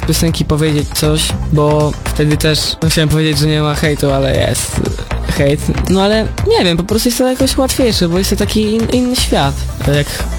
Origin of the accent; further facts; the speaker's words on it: Malbork, Pomeranian Voivodeship, Poland; jestem młodym artystą z Malborka.